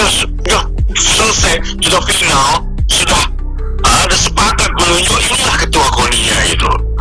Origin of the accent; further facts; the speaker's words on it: West Nusa Tenggara, Indonesia; saya sebagai orang NTB ya berharap gitu ya.